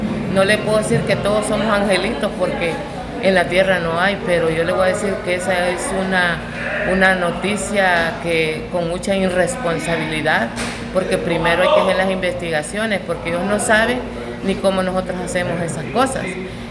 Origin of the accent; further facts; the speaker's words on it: Honduras; aquí solo somos hondureños